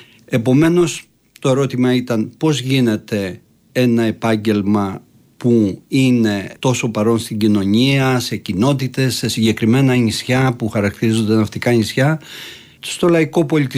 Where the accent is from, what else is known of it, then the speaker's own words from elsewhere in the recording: Lemnos, North Aegean, Greece; moved away; μεγαλώνοντας στη Λίμνο, ένα νησί που δεν χαρακτηρίζεται από την ναυτιλία περισσότερο, είναι αγροτοκτηνοτροφικό νησί